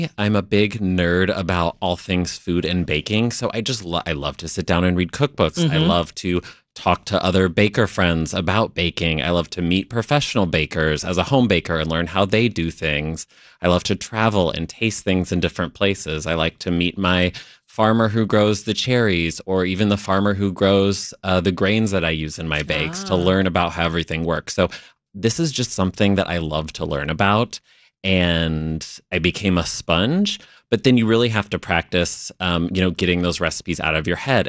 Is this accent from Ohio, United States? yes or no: no; Indiana, United States; now in Chicago, United States; I'm from Indiana originally, but I've lived here for a long time.